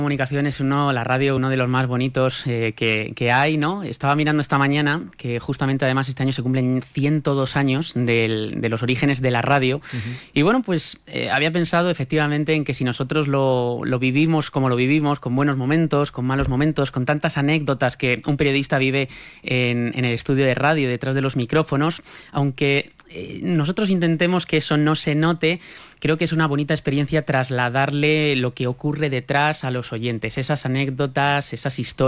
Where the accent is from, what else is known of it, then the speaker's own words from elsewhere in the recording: Guadalajara, Castilla-La Mancha, Spain; yo de siempre, yo soy de aquí de Guadalajara, llevo un año aquí viviendo y efectivamente trabajo en Madrid